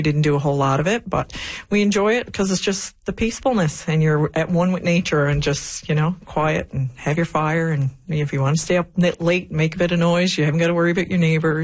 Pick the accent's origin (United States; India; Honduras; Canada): Canada; Wabush, Newfoundland and Labrador; moved away as an adult; now in Happy Valley-Goose Bay, Canada; I grew up in Wabush. I moved away for a few years. Then I came back to Labrador